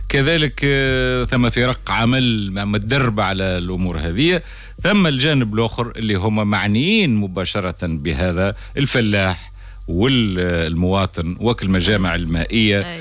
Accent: Tunisia

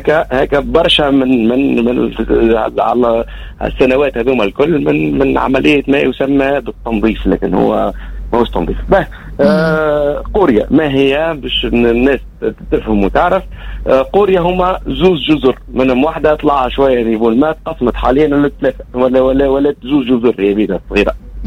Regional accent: Tunisia; عندنا في تونس

